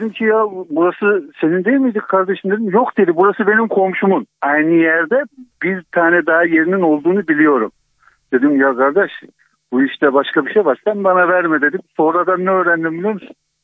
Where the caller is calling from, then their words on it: Amasya, Turkey; ben Karslı değilim, ben Amasyalıyım.